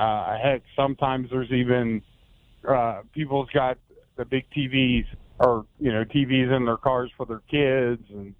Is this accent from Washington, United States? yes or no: no; Grove City, Ohio, United States; now in Charleston, West Virginia, United States; I grew up in Ohio, Grove City, Ohio.